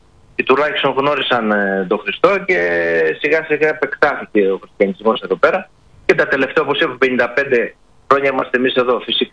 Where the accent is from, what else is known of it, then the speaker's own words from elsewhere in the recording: Kavala, Eastern Macedonia and Thrace, Greece; moved away as an adult; now in Congo; Η καταγωγή μου είναι από την Ανατολική Μακεδονία, από την Καβάλα συγκεκριμένα. Γεννήθηκα στην Καβάλα και έγινα μοναχός, χειροτονήθηκα, ιερέας.